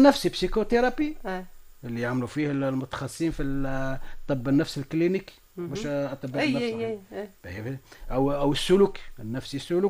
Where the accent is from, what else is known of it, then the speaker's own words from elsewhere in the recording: Tunisia; موجود عندنا في تونس